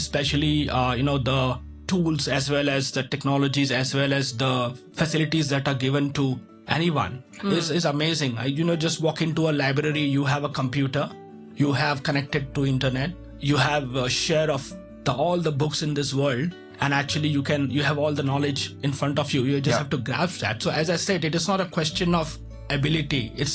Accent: Mumbai, Maharashtra, India; when I was growing up in Mumbai, I had a mentor, and I started understanding more about, okay, what should I do?

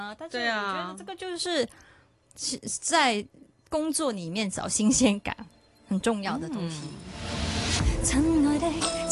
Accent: Singapore; 其实我童年不在香港长大，就是在新加坡，

